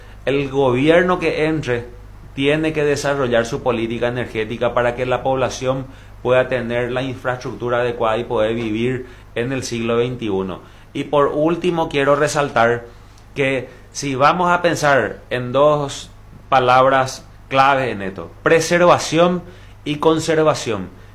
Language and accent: Spanish; Paraguay; todos somos paraguayos